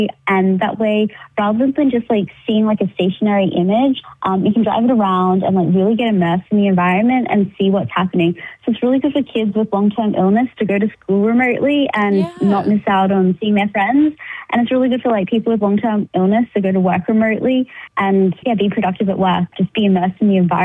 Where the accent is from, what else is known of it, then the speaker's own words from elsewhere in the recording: Cairns, Queensland, Australia; moved away as an adult; now in United States; I was from Cairns in Far North Queensland, and there really wasn't any opportunity for me to learn.